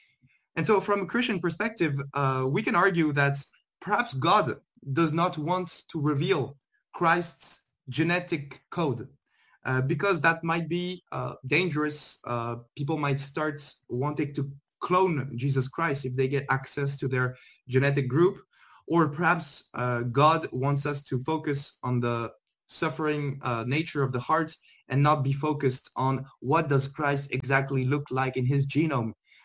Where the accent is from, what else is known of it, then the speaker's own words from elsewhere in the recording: France; I'm actually a French Catholic apologist, so I'm not American.